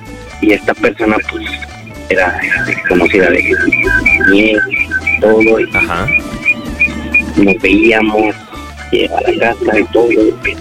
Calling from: Nezahualcóyotl, State of Mexico, Mexico; Yo soy de Nesa

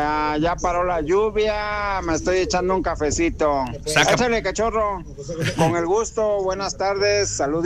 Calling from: Orizabita, Mexico; Aquí te estoy escuchando en Orizabita.

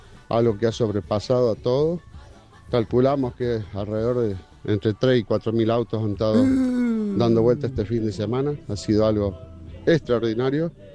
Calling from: La Cumbrecita, Córdoba, Argentina; Buenos días, Cadena 3, ¿cómo les va? Bueno … de La Cumbrecita.

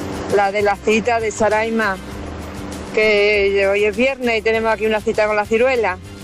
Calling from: Extremadura, Spain; De camino ya aquí en Extremadura

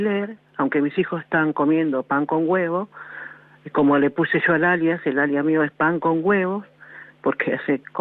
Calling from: Villa Rosa, Buenos Aires Province, Argentina; Yo acá de Villa Rosa soy.

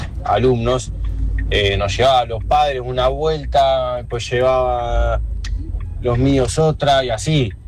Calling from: Ramos Mejía, Buenos Aires Province, Argentina; Profe, yo soy Ramos Mejía.

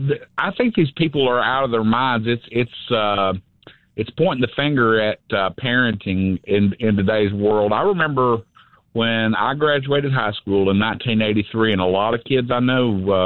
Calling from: North Carolina, United States

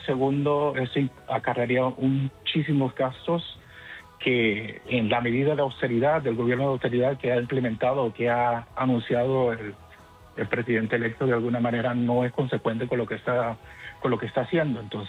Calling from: Caribbean Region, Colombia; como costeño de alguna forma me siento de alguna manera representado

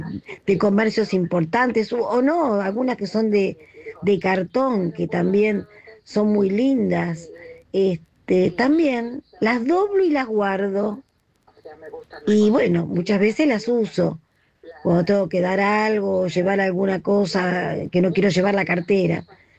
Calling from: Buenos Aires, Argentina; de Colegiales.

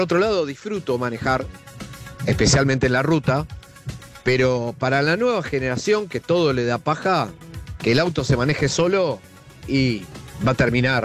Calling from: Haedo, Buenos Aires Province, Argentina

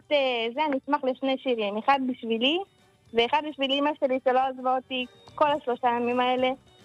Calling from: Rishon LeZion, Central District, Israel; אנחנו מראשון לציון

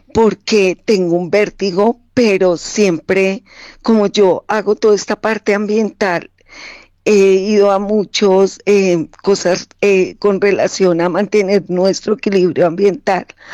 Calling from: Bogotá, Colombia; Yo vivo en Suba, hacia el lado del norte

